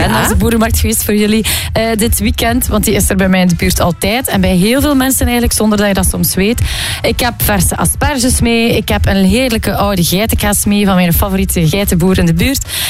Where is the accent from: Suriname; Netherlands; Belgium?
Belgium; Flanders; Bijvoorbeeld bij mij in de buurt, ik ben van het Meetjesland, heb je een website, Goeste Meetjesland.